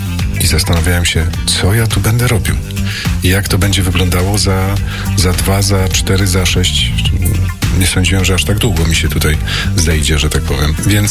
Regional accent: Ślesin, Greater Poland Voivodeship, Poland; Ja jestem ze Ślesina, więc on mi jest jakby najbliższy.

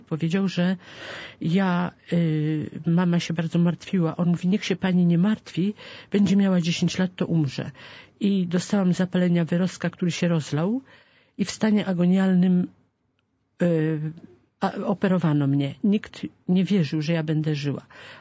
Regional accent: Laski, Masovian Voivodeship, Poland; Ja wychowywałam się w Laskach, jestem osobą niewidomą.

